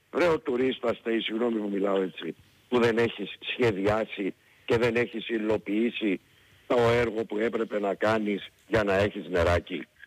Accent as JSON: {"language": "Greek", "country": "Greece", "said": "γιατί ως Έλληνες είμαστε, έχουμε μεγάλη αγάπη στο διχασμό."}